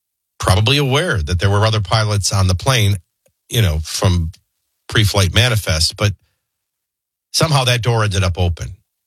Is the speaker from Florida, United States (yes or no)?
no; New Orleans, Louisiana, United States; growing up in New Orleans, that has meaning, because what it's really describing is when the flood is coming, God raises the levee even higher to prevent the flooding. I lived under sea level.